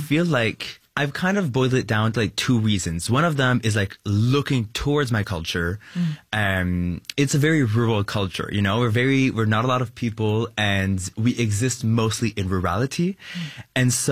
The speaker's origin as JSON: {"language": "English", "country": "Canada"}